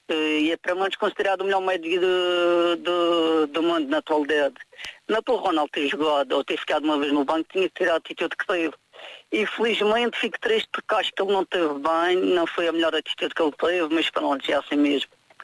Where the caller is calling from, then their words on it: Madeira, Portugal; Eu, como madeirense